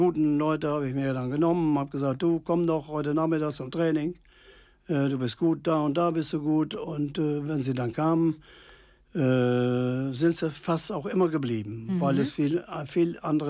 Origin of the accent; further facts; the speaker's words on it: Papenburg, Lower Saxony, Germany; born there; Ich bin ja so ein alter Emskop und gebürtiger Papenburger auch.